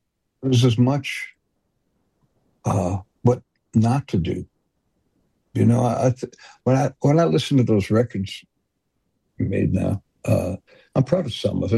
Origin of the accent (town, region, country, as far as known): Detroit, Michigan, United States; born or raised there